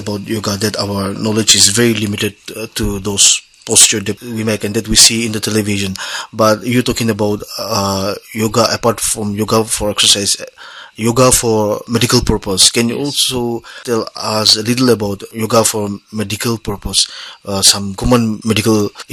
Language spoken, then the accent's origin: English; Nagaland, India; we in Nagaland, being an Indian